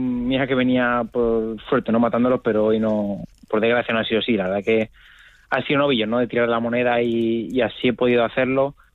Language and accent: Spanish; Catalonia, Spain; Pisar esa plaza con tanta gente catalana y rodeado de banderas de Cataluña, y sentirme como mi tierra.